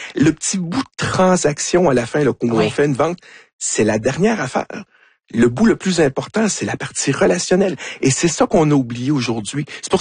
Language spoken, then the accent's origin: French; Quebec, Canada; On est des Canadiens. Ah, blablabla, bla, bla, québécois, etc.